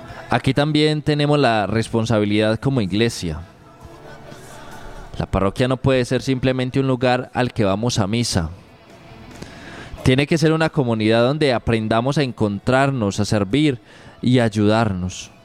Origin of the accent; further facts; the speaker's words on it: Antioquia, Colombia; Hoy quiero dejar una pregunta especialmente para nosotros como antioqueños y como colombianos.